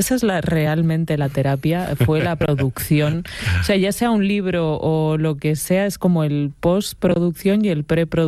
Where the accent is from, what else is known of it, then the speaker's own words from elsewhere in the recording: Extremadura, Spain; Es que yo soy muy extremeña.